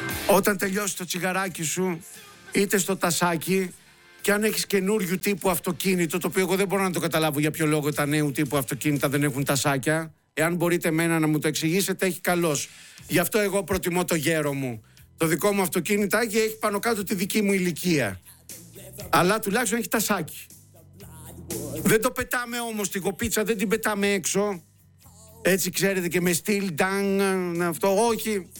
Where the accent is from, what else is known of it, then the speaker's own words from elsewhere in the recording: Peloponnese, Greece; Στη Λακωνία τώρα στα μέρη μου